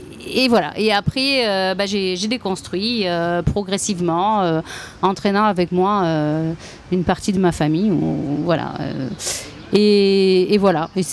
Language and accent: French; South-West France, France; Moi je viens du sud-ouest avec toute la tradition tauromachique mais aussi la tradition de la chasse, et qui est liée à des événements très festifs qui soudent en fait énormément les villes village. Moi, je viens de la campagne